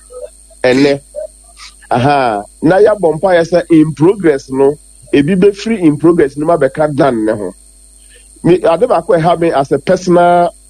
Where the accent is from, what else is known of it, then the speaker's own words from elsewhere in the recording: Ghana; I can applaud the NDC for the done part. In progress, ne diye, I am a Ghanaian, I would hasten slowly.